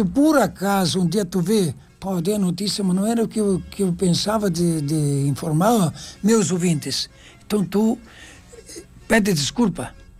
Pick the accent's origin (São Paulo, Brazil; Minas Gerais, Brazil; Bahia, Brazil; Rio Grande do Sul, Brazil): Rio Grande do Sul, Brazil; Soledade; born there; Eu sou bem gaúcho. Sou italiano, mas sou muito mais gaúcho do que italiano. Eu nasci em Soledade. E lá a gauchada traz as tradições do nosso Rio Grande.